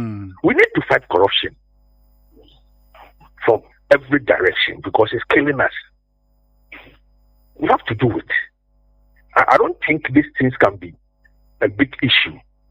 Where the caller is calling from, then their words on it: Addis Ababa, Ethiopia; I'm calling from Addis Ababa.